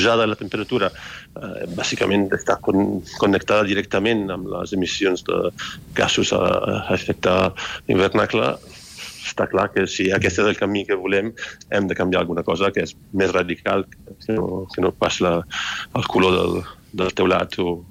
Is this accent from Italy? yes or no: yes; Italy; Potser jo soc italià i tot el sud d'Europa normalment té aquesta mala fama en la capacitat de gestionar o d'organitzar-se.